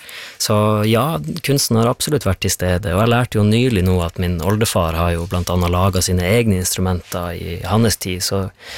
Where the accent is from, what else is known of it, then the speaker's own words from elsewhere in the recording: Otern, Troms, Norway; jeg vokste opp innerst i Storfjorden, i bunnen av fjorden, en liten bygd som heter Otern, Tjavkos eller Saukonen. Alle bygden har som regel navn på tre språk.